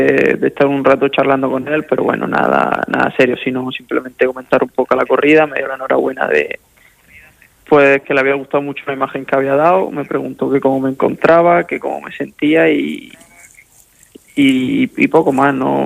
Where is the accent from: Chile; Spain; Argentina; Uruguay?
Spain; Region of Murcia; now in Sierra de Cádiz, Spain; Pues yo lógicamente soy de Murcia